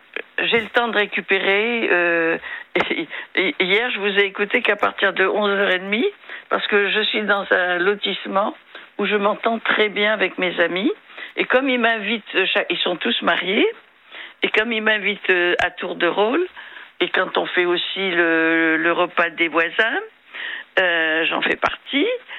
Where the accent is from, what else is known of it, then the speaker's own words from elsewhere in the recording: Madagascar; moved away as an adult; now in Bouvines, France; je suis pas malgache. Enfin, je suis née à Madagascar. Mmh. Hein, je vais vous dire, je suis née à Madagascar, mais de parents mauriciens.